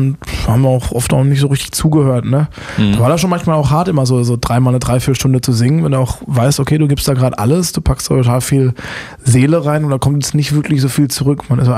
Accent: Busenbach, Baden-Württemberg, Germany; Aber jetzt bei mir, meinem Heimatdorf, ist es natürlich...

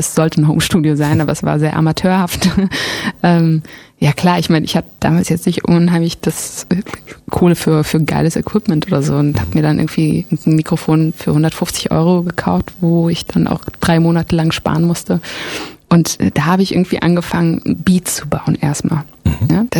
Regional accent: Germany; first language German; nee, Englisch ist es eigentlich nicht, weil ich bin ja Deutsch und das ist meine Muttersprache.

